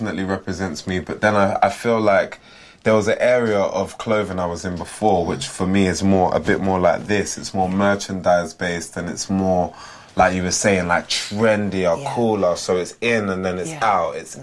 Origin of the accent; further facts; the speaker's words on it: United Kingdom; the modern British man, seeing as I am a British man